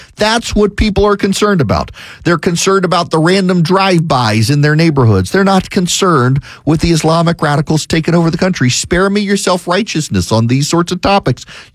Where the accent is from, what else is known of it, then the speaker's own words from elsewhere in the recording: Dubai, United Arab Emirates; I grew up in Dubai and know all about the Muslim Brotherhood.